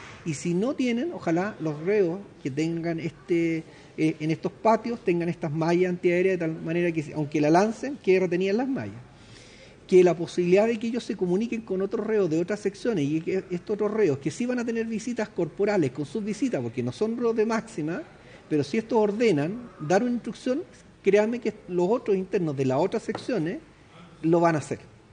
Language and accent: Spanish; Chile